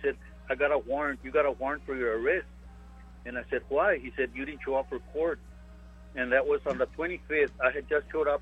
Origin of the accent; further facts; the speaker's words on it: Texas, United States; I even had a car club there in Rio Grande, because I'm originally from Rio Grande.